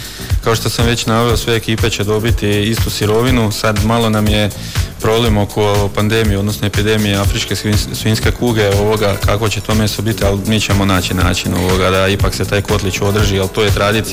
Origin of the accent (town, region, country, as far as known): Suhopolje, Virovitica-Podravina County, Croatia